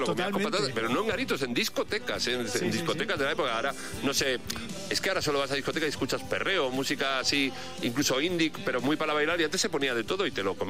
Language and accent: Spanish; Community of Madrid, Spain; nosotros éramos de barrio bien, porque éramos de un colegio de La Moraleja.